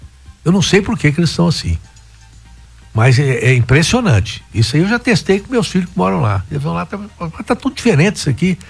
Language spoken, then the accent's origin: Portuguese; Brazil; nós brasileiros